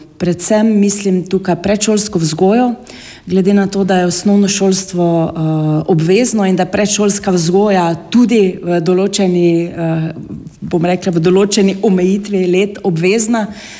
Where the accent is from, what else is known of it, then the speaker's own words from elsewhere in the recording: Styria, Slovenia; ker sem Štajerka.